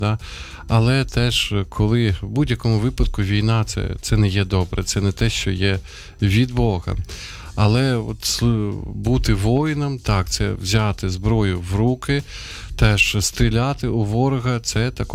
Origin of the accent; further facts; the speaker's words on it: Sumy, Sumy Oblast, Ukraine; moved away; я родом із Сум, і досить часто, ну, раз на два місяці точно в Сумах буваю